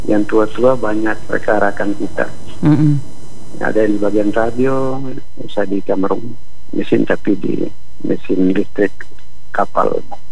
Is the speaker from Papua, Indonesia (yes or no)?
yes; Sentani, Papua, Indonesia; Saya dulu di kecilnya di Sentani, di asrama polisi Sentani.